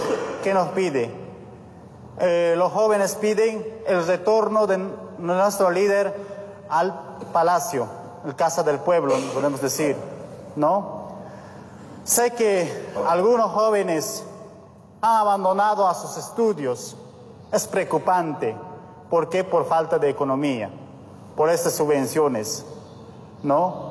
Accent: Bolivia; moved away; Los jóvenes se quedaban en nuestros pueblos. Ahora que cuando es retornado a mi pueblo, los jóvenes ya no hay.

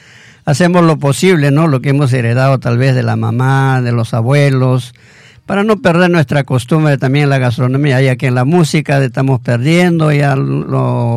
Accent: Mangas, Ancash, Peru; born there; now in Lima, Peru; mi pueblo de Mangas, acá en Lima

